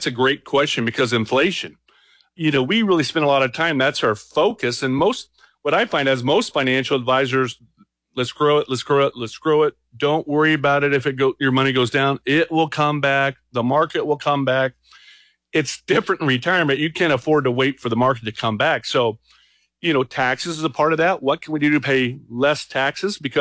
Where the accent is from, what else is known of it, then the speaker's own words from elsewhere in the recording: Midwest, United States; But growing up in the Midwest on a farm, always thought it'd be nice to buy a farm and just own a farm.